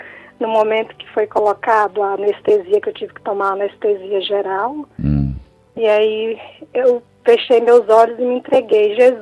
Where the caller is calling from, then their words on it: Brasília, Federal District, Brazil; Eu tô falando de Brasília.